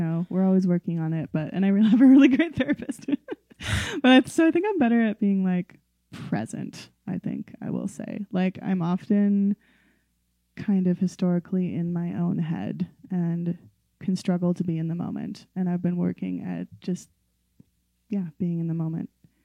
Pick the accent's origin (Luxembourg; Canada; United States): Canada; Yukon; growing up in the Yukon, we had a very immediate, easy access to that state.